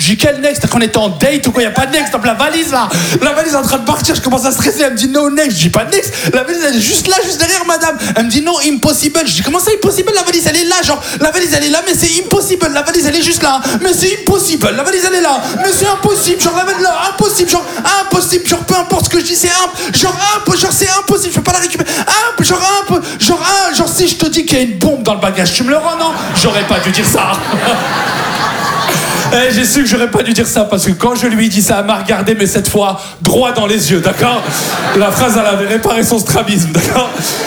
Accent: France; je suis français

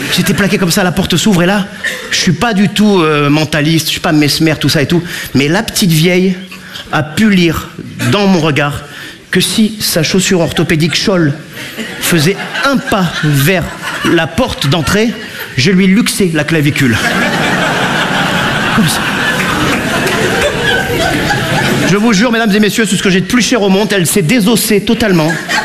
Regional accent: Nice, Provence-Alpes-Côte d'Azur, France; Et je ne fais pas partie, je suis niçois, hein, je ne fais pas partie de ces sudistes qui tapent sur les Parisiens.

